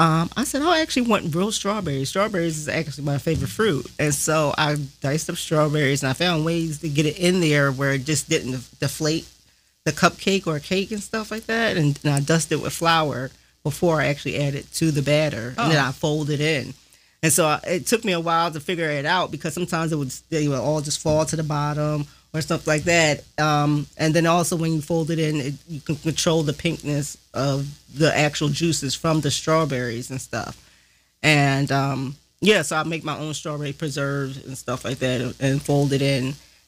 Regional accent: Philadelphia, Pennsylvania, United States; born there

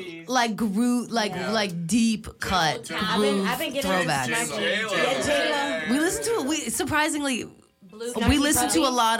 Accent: New York, United States; You know, we're from New York, and we're laid-back people

